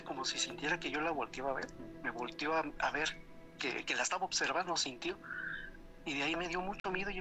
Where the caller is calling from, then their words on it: San Juan del Río, Querétaro, Mexico; De aquí de San Juan del Río.